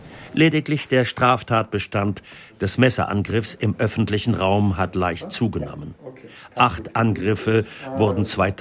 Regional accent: Singen, Baden-Württemberg, Germany; first language German; Nur, ich konnte gar keine andere Sprache. In meiner Kindheit fiel man in Singen noch auf, wenn man

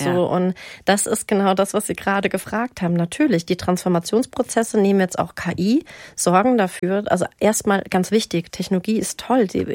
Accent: Frankfurt, Hesse, Germany; Ich bin Frankfurterin und wenn ich hier durch die Cafés laufe, dann redet man gerne von Hipster.

